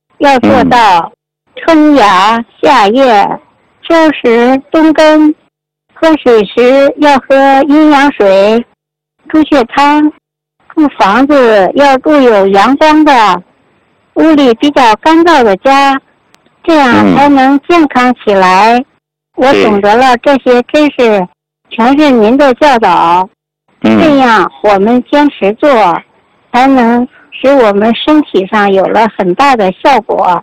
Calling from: Taiyuan, Shanxi, China; 我是来自山西太原人。

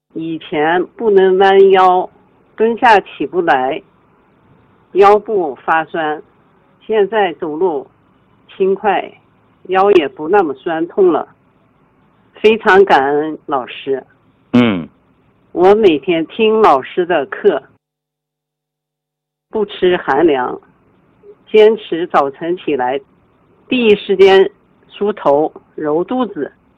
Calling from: Taiyuan, Shanxi, China; 我是来自山西省太原市人，今年61岁， … ，1965年农历3月初6晚

